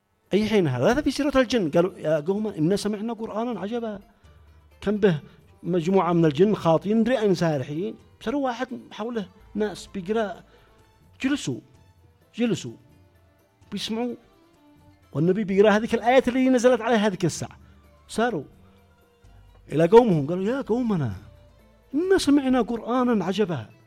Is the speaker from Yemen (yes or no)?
yes; Yemen; واحنا يمنيين